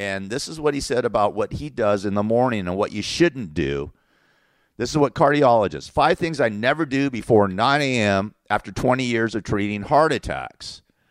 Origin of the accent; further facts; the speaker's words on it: Los Angeles, California, United States; I'm from Los Angeles. I'm an Angeleno. I want to get back home and try to help save my city, for Christ's sake.